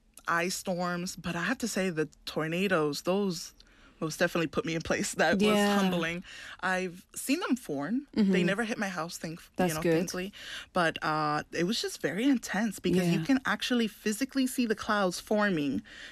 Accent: Guaynabo, Puerto Rico; also born or lived in San Juan; So I was born in the capital of Puerto Rico, which is San Juan. But the hometown would be Guaynabo.

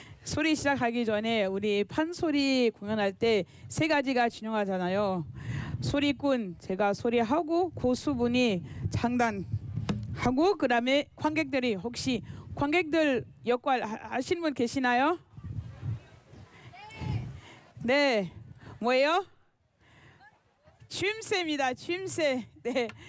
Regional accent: France; Korean is a second language; moved away as an adult; now in Korea; 저는 프랑스에서 온

